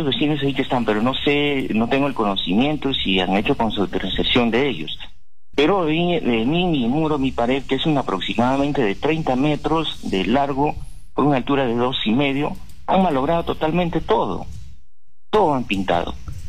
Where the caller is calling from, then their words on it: Cajamarca, Peru; Buenos días, de acá de Porcón, kilómetro 16.